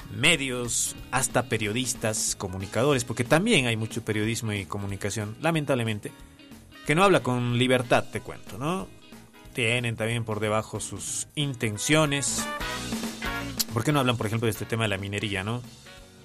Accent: Potosí, Bolivia; soy potosino y estaba movilizado también apoyando esto por reivindicaciones propias de mi región.

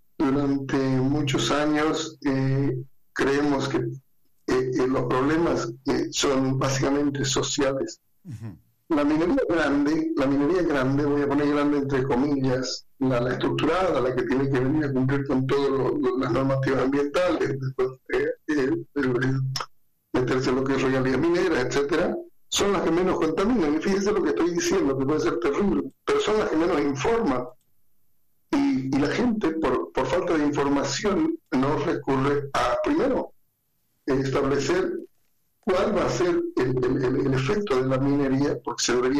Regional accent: Bolivia

